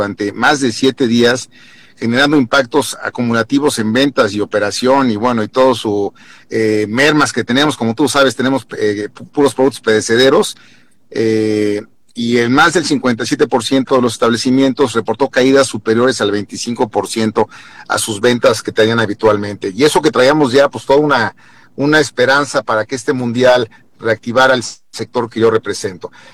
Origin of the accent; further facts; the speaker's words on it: Mexico; como buenos mexicanos todo lo dejamos hasta el último